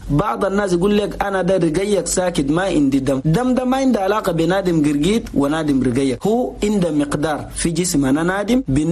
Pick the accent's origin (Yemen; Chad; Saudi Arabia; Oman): Chad; في بلدنا تشاد